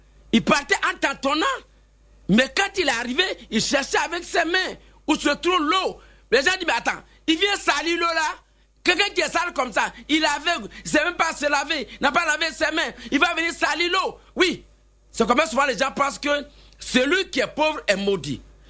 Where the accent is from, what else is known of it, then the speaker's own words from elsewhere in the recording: Côte d’Ivoire; chez nous en Côte d'Ivoire